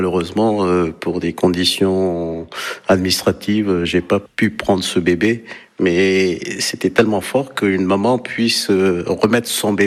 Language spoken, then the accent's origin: French; Nîmes, Occitanie, France; born there; now in La Quinte, France; j'ai 60 ans, je suis né à Nîmes, j'habite à La Quinte, dans la Sarthe, depuis 1985.